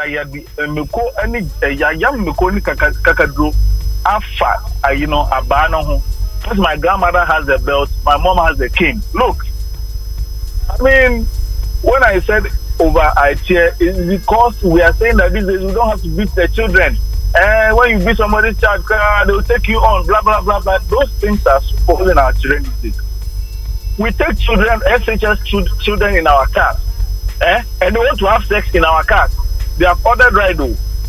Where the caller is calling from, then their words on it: Ghana; I'm a Ghanaian.